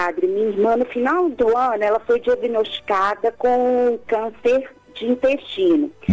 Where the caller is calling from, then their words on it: Pedro Leopoldo, Minas Gerais, Brazil; Eu falo de Pedro Leopoldo, bairro Doutor Lund, Minas Gerais.